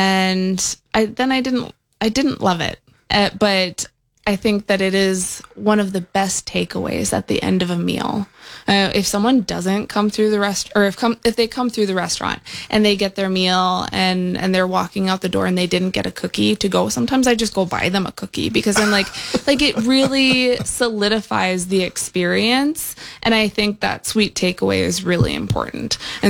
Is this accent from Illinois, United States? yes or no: no; Minnesota, United States; You know, I grew up on the White Earth Reservation, and so I have a preference.